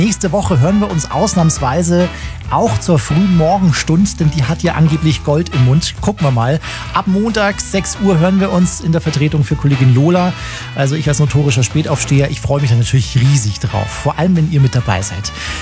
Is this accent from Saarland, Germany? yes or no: no; Bavaria, Germany; Ich fahre, glaube ich, in meine Heimat in den Chiemgau.